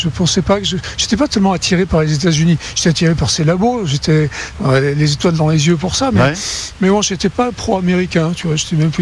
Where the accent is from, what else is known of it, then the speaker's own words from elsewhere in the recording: France; accent: French; now in Stanford, United States; Donc, j'ai gardé un accent très français aujourd'hui, mais bon, ça va mieux. J'ai appris à parler anglais.